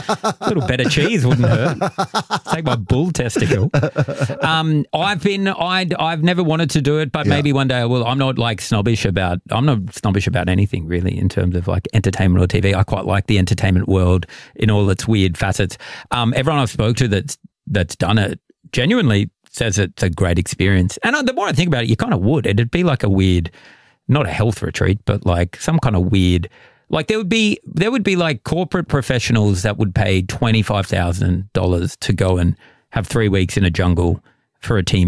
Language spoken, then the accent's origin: English; Australia; I feel like we're in no man's land when it comes to that word as Australian